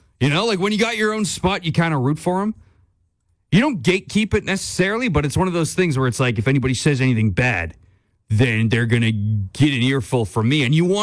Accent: Edmonton, Alberta, Canada; now in Lloydminster, Canada; When I was growing up in Edmonton

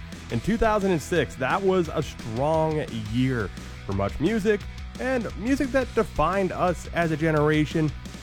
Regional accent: Edmonton, Alberta, Canada; I'm an Oilers fan. I grew up in Edmonton.

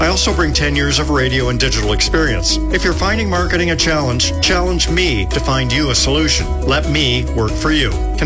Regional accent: Waterloo, Ontario, Canada; now in Powassan, Canada; My wife is from Callander. I'm from Waterloo, live in Powassan, and work in North Bay.

